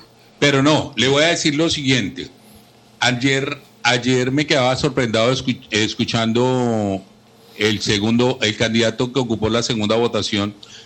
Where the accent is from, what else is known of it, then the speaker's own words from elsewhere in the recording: Colombia; como colombiano me siento orgulloso de ser colombiano.